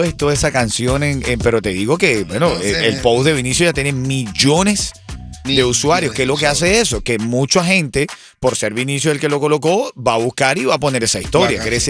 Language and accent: Spanish; Venezuela; moved away; como decimos los venezolanos